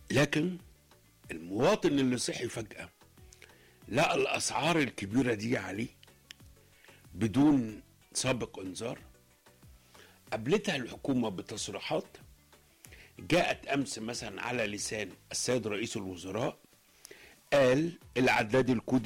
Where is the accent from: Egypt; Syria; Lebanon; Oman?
Egypt; عندنا في مصر